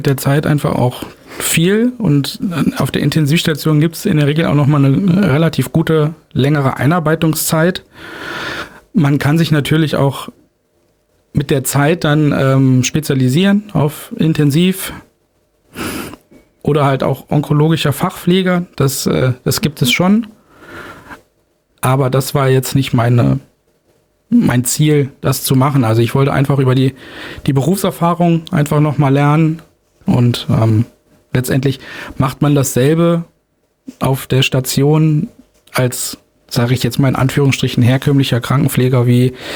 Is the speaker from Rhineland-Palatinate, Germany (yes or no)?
yes; Rhineland-Palatinate, Germany; moved away as an adult; Ich komme gebürtig aus der Nähe von Trier, was ja jetzt auch eine Großstadt, kann man sagen. aber wenn man da aufwächst, kennt man natürlich auch vieles mit der Zeit. Aufgewachsen bin ich auf einem ganz kleinen